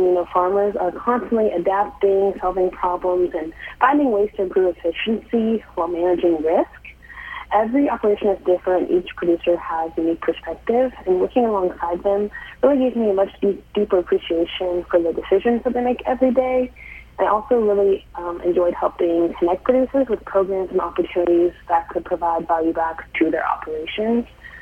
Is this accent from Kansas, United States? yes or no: yes; Lawrence, Kansas, United States; Yeah, so I'm originally from Lawrence, Kansas, with no background in agriculture.